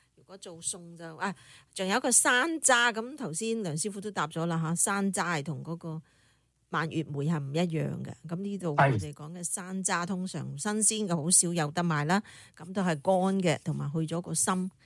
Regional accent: Guangdong, China; 咁我哋广东人就比较轻啲

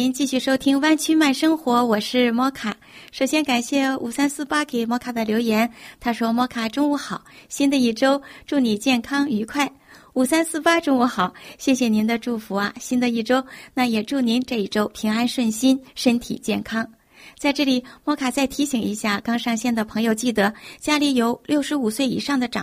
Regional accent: Dalian, Liaoning, China; 我的老家是在大连

